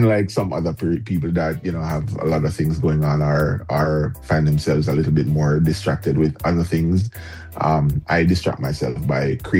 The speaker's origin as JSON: {"language": "English", "country": "Jamaica", "tie": "born or raised there", "moved": "yes", "said": "growing up in Jamaica is a big thing"}